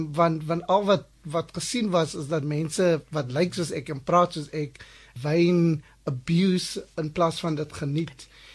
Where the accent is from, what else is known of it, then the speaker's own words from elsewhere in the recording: Western Cape, South Africa; ek groot geword het op Simonsig en toe vir 15 jaar later aanhou gewerk